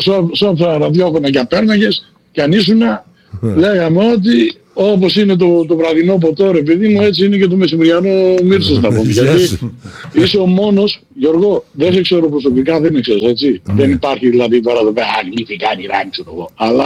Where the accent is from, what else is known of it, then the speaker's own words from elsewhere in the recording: Kalamaria, Central Macedonia, Greece; born there; moved away; Ζω τώρα από το 82, έτσι. Όταν δηλαδή εγώ έφυγα από την Ελλάδα ήμουν στον Αριστοτέλη στην Καλαμαριά.